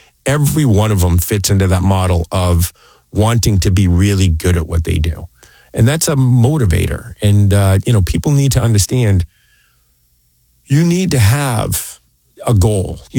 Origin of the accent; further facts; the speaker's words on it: Bristol, Connecticut, United States; I grew up in Bristol, Connecticut